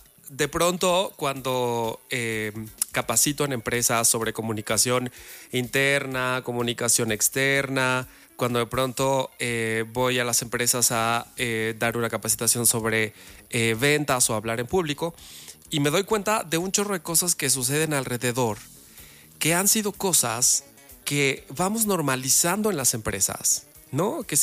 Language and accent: Spanish; Mexico; como buenos mexicanos, ¡viva México!